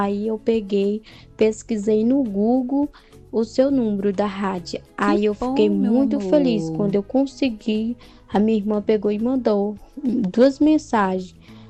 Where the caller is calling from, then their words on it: Alto Parnaíba, Maranhão, Brazil; Eu sou do Alto Parnaíba, Maranhão. Mas só que eu fico na fazenda